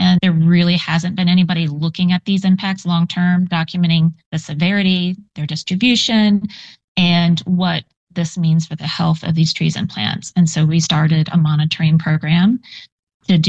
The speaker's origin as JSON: {"language": "English", "region": "Virginia", "country": "United States", "tie": "born or raised there", "said": "I grew up in Virginia, hiking the Appalachian Trail and saw the impacts of hydrologic dams"}